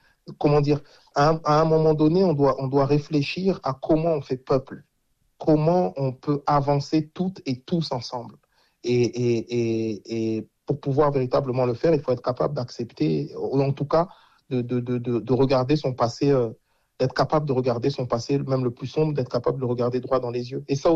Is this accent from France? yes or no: yes; France; nous sommes des Français.